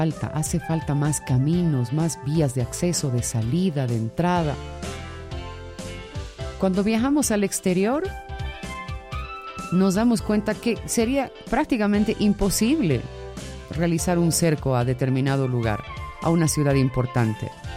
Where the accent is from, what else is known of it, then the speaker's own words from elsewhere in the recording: Bolivia; Somos el centro de Sudamérica y somos uno de los países menos desarrollados de la región.